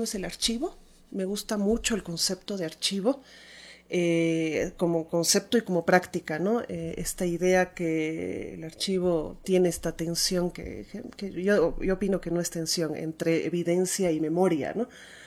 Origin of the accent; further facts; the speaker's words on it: Quito, Pichincha, Ecuador; also born or lived in La Paz, Bolivia; Yo soy nacida en La Paz, en Bolivia, pero he crecido acá en Quito. Mi padre es ecuatoriano, entonces, y yo crecí acá en Quito.